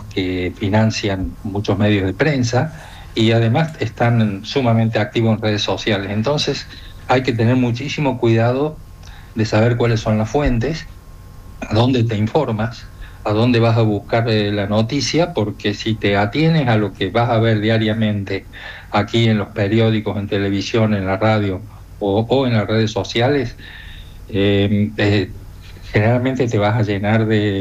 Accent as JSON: {"language": "Spanish", "country": "Argentina", "moved": "yes", "lives_now": "Spain", "said": "habiendo vivido tantos años en Argentina y participado de las organizaciones comunitarias"}